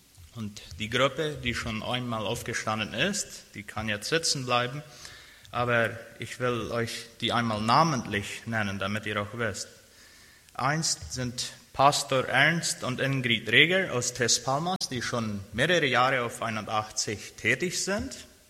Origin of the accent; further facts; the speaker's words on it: Loma Plata, Boquerón, Paraguay; Und dann sind ich … Wir sind aus Loma Plata auch.